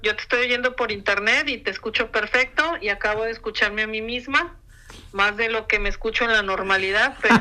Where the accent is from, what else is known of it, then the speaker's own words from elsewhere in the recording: Guadalajara, Jalisco, Mexico; moved away; nacida y crecida, criada en Guadalajara por unos años.